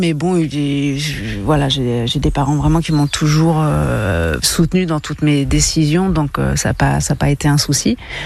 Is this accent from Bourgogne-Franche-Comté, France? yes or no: no; Centre-Val de Loire, France; born there; moved away; also born or lived in Normandy; Alors moi, je viens de la Sologne. Je suis née vraiment à côté du château de Chambord, mais voilà, c'est un mix de Normandie et de Sologne, avec une famille viticulteurs et éleveurs aussi en vaches laitières.